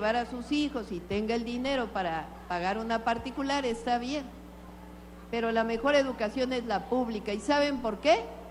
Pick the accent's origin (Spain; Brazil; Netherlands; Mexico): Mexico; El amor a la patria, porque somos mexicanas y mexicanos, orgullosos de nuestra historia